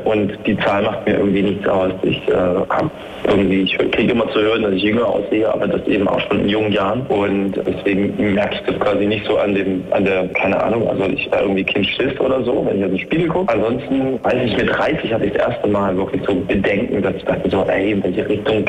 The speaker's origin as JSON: {"language": "German", "town": "Erfurt", "region": "Thuringia", "country": "Germany", "tie": "born or raised there", "said": "bleibe ich denn jetzt in meiner Heimatstadt Erfurt, gehe ich nochmal raus oder reise ich nochmal die Biografie an und ziehe in ein Land und mache einen Kaffee auf oder bleibe ich Musiker?"}